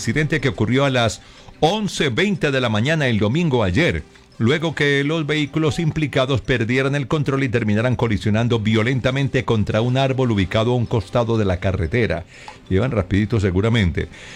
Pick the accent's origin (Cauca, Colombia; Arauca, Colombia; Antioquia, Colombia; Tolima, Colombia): Antioquia, Colombia; Concordia; Concordia, mi tierrita